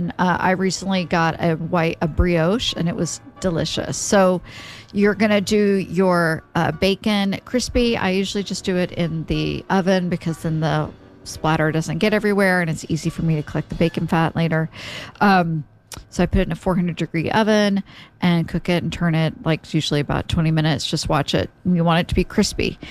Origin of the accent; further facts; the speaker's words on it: Oklahoma, United States; now in New Jersey, United States; growing up in Oklahoma, I ate BLTs, I love BLTs, but I did not really know what a real BLT was until I moved to Jersey